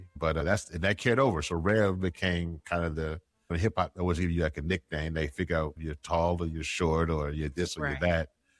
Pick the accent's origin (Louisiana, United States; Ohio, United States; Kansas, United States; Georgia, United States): Louisiana, United States; accent: Louisiana drawl; now in Washington, United States; Yeah, I am from Louisiana. So people may hear a little bit of a Louisiana draw, a little bit, not too much. I've been around.